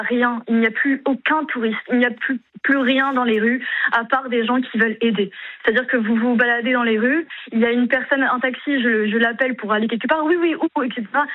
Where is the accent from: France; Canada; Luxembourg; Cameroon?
France; je suis française, être juive dans le privé